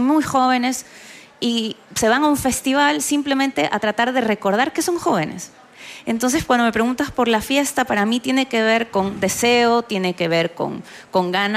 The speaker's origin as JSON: {"language": "Spanish", "town": "Guayaquil", "region": "Guayas", "country": "Ecuador", "tie": "born or raised there", "said": "una ciudad en llamas, mi ciudad natal, Guayaquil"}